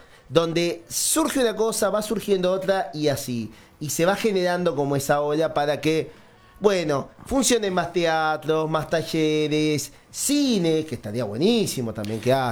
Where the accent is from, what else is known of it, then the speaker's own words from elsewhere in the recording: Montevideo, Uruguay; now in Canelones, Uruguay; Yo soy de Montevideo